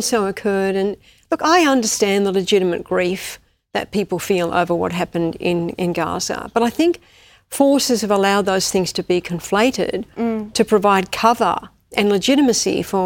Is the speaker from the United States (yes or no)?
no; Australia; I was just crushed by that as an Australian.